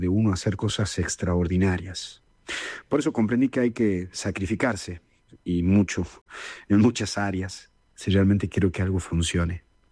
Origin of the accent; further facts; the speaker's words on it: Argentina; me fui a la plaza de ahí, de Villa Luján, de donde soy.